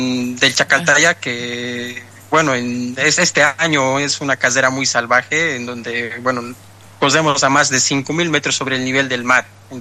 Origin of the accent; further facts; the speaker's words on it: Colomí, Cochabamba, Bolivia; soy de Cochabamba, entreno en mi pueblo natal, que es Colomí, a las orillas del lago Corani. Ahí en las montañas, en los cerros, como vivo en el campo también